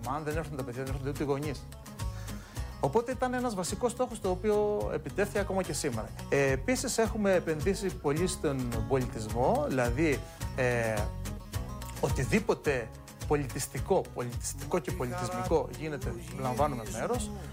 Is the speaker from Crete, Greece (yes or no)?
yes; Crete, Greece